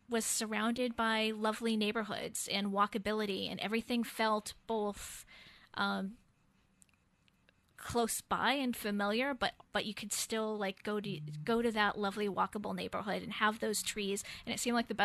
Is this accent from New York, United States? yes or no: no; Londonderry, New Hampshire, United States; I grew up in Londonderry.